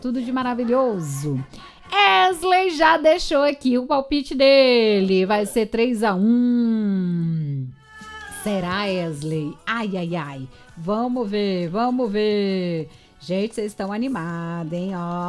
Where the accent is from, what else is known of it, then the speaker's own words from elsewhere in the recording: Livramento de Nossa Senhora, Bahia, Brazil; Sou de Livramento de Nossa Senhora da Bahia.